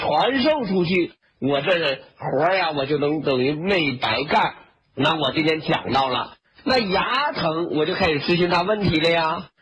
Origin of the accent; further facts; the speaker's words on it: Northeast China, China; also born or lived in Shandong / Guangdong; 你看南腔北调，我是东北人啊。你看我在啊。山东啊，还有这个哎，广东南方待的时间长